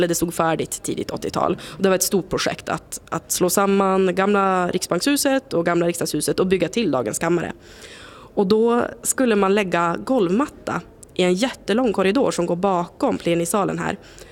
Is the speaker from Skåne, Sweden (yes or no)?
no; Luleå, Norrbotten County, Sweden; now in Stockholm, Sweden; jag är från Norrbotten, Luleå, men har bott här ett tag nu.